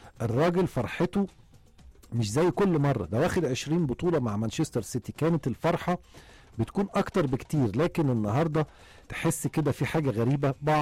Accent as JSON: {"language": "Arabic", "country": "Egypt", "said": "احنا كمشجعين مصريين"}